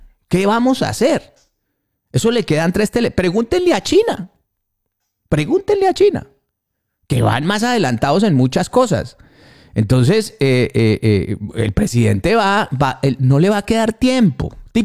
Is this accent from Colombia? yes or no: yes; Colombia; a mí como ciudadano colombiano, pues no me hace daño